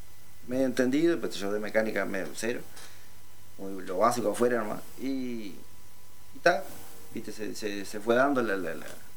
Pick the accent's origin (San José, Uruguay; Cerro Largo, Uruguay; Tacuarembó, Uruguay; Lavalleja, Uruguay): San José, Uruguay; Yo soy de la zona de Cañada Grande